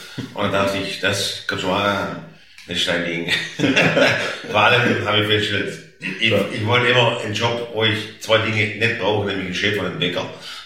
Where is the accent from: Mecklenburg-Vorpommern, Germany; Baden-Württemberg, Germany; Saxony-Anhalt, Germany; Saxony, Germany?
Baden-Württemberg, Germany; Stuttgart; accent: Swabian